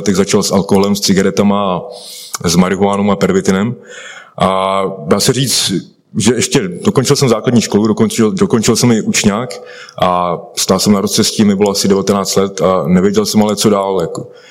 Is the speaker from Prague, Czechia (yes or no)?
no; Karlovy Vary, Karlovy Vary Region, Czechia; já pocházím z Karlových Varů, kde drogy byly vždycky celkem vážný problém